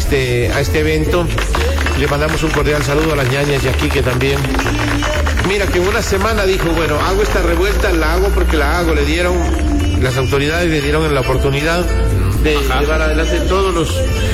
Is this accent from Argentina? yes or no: no; Loja, Ecuador; born there; Lojano. Pues yo siempre digo, nací orgullosamente en Loja.